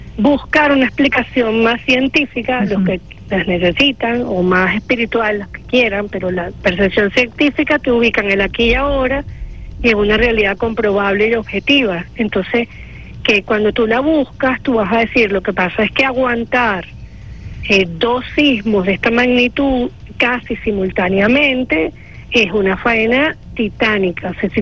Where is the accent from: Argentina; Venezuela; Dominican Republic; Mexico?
Venezuela